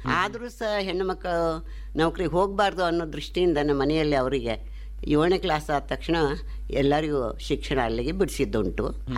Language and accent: Kannada; Vijayapura, Karnataka, India; ನನ್ನ ಹುಟ್ಟು 1952 ಬಿಜಾಪುರದಲ್ಲಿ.